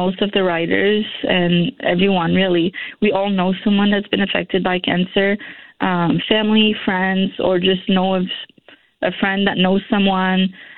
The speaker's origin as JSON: {"language": "English", "town": "Montreal", "region": "Quebec", "country": "Canada", "said": "I'm originally from Montreal, but I'm moving to Nova Scotia."}